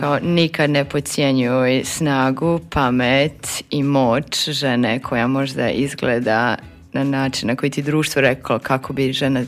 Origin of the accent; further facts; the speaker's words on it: Metković, Dubrovnik-Neretva County, Croatia; u mom rodnom gradu Metkoviću